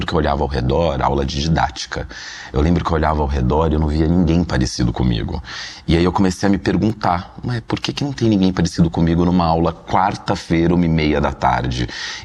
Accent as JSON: {"language": "Portuguese", "region": "São Paulo", "country": "Brazil", "tie": "born or raised there", "said": "eu cresci no Jabaquara, periferia da Zona Sul de São Paulo, na rua Charles Darwin"}